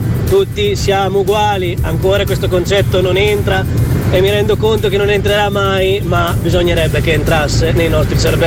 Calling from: San Marino; sono di San Marino e sono in vacanza in Sicilia.

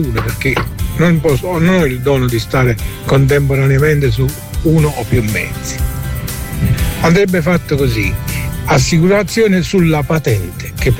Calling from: Avellino, Campania, Italy; sono di Avellino.

